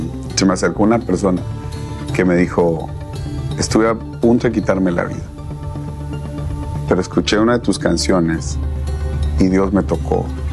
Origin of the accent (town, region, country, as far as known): Guatemala